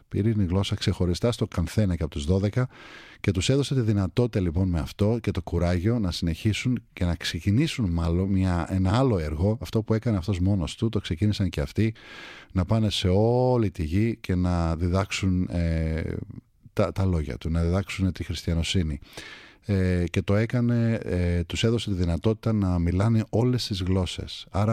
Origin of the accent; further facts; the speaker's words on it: Kaminia, Greece; moved away; Μεγαλώσαμε μαζί στα Καμίνια, έφυγα πολλά χρόνια, γύρισα πίσω